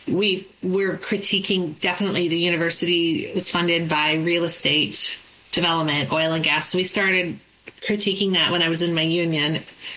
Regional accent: Kamloops, British Columbia, Canada; but I grew up in Kamloops.

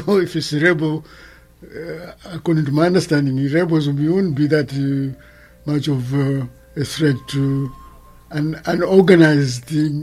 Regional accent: Malawi; now in Canada; I'm Malawian.

